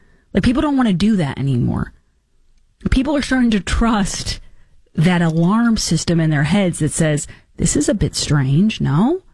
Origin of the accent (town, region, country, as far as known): United States